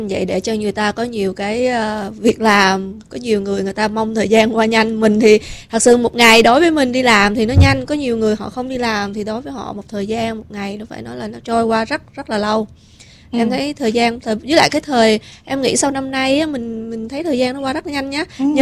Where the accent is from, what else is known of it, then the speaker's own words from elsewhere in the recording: Texas, United States; mình là dân Texas